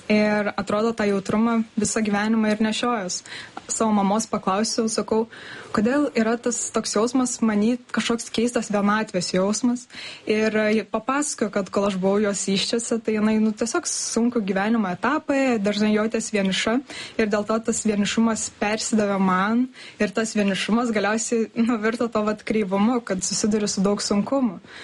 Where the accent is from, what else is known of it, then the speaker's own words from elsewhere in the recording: Kaunas, Kaunas County, Lithuania; now in Vilnius, Lithuania; tai aš iš Kauno tiesiog norėjau bėgti į savo svajonių miestą